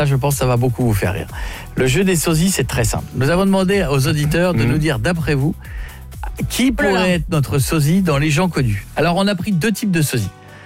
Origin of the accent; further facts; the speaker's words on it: Marle-sur-Serre, Hauts-de-France, France; moved away; Moi, j'ai grandi à Marle-sur-Serre.